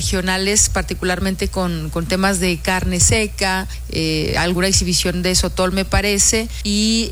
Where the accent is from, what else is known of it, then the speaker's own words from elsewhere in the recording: Mexico; somos mexicanos